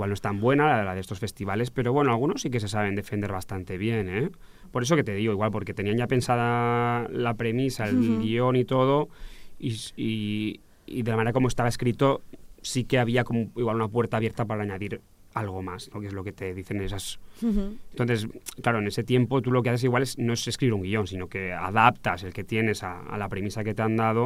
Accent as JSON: {"language": "Spanish", "town": "Terrassa", "region": "Catalonia", "country": "Spain", "said": "yo soy de Tarrasa y nunca había conducido fuera de estos sitios."}